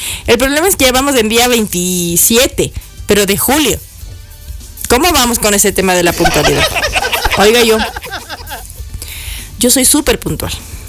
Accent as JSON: {"language": "Spanish", "country": "Ecuador", "said": "como yo soy ecuatoriana"}